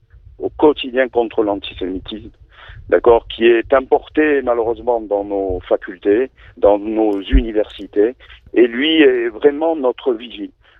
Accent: France; now in Marseille, France; je suis pas israélien. Je suis français juif vivant à Marseille

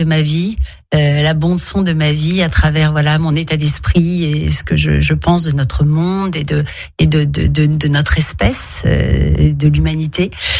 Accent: Nice, Provence-Alpes-Côte d'Azur, France; j'ai grandi à Nice

